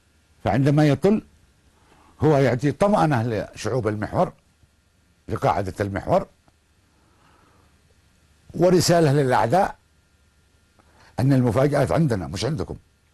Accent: Yemen; وكما يقال عندنا في اليمن

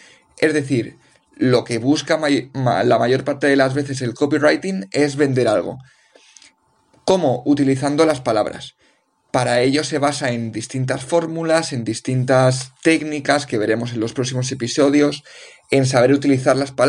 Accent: Valencia, Valencian Community, Spain; moved away as an adult; also born or lived in North Macedonia / South Korea / Azerbaijan; now in Cape Town, South Africa; soy de Valencia, aunque durante los últimos años he estado viviendo en varios países. He pasado por Macedonia, he pasado por Corea del Sur, he pasado por Azerbaiyán. Y ahora mismo este programa lo estoy grabando en Ciudad del Cabo, en Sudáfrica.

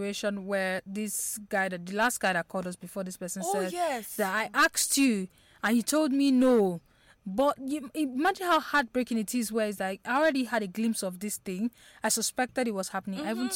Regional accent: Kogi, Nigeria; from Kogi State.

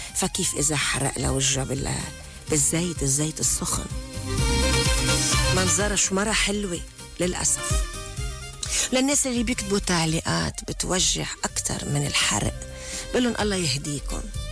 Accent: Lebanon; نحن كلبنانية كناس طيبة

